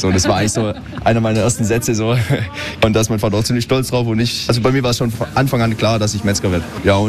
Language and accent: German; Germany; Gibt es bei uns in Deutschland so gar nicht.